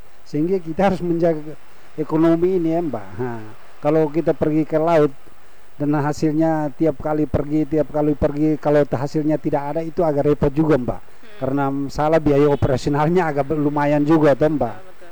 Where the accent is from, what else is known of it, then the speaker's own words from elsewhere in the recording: Indonesia; untuk desa kami di desa Dua Laus